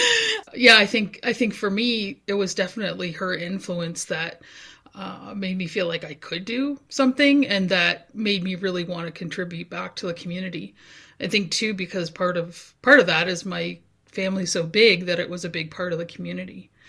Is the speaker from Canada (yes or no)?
yes; New Brunswick, Canada; also born or lived in Tobique First Nation; I'm from Woodstock First Nation on my mom's side and Tobik First Nation on my dad's side. I grew up with my grandmother most of the time.